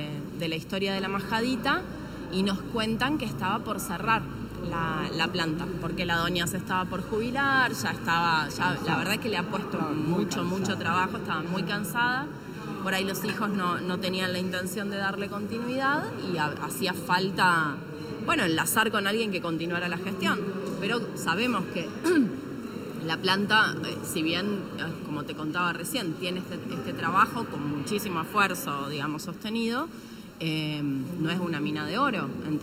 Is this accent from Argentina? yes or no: yes; Buenos Aires, Argentina; born there; moved away as an adult; now in northern Argentina; yo nací en Buenos Aires y me voy a vivir al norte a los 34.